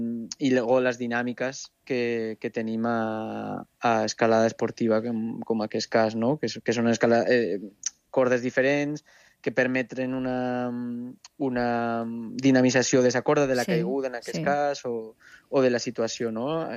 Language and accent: Catalan; Jaca, Aragon, Spain